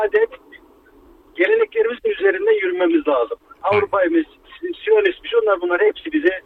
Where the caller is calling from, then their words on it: Ankara, Turkey; Ankara'dan arıyorum sizi.